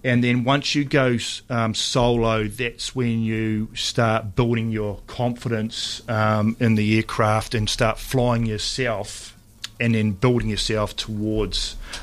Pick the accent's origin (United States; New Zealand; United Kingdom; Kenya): New Zealand; Whangarei, Northland; I was born and raised up in Whangarei